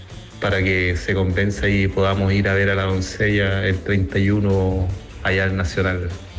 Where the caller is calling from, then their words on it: Concepción, Biobío, Chile; Hola amigo Pincho, te hablo de acá desde Concepción, más conocido como Tropiconce.